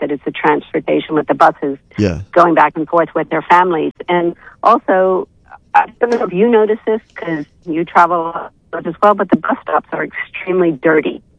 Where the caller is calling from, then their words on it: Southampton Parish, Southampton, Bermuda; I live in Southampton